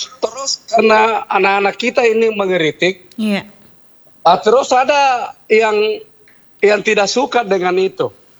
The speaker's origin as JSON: {"language": "Indonesian", "town": "Makassar", "region": "South Sulawesi", "country": "Indonesia"}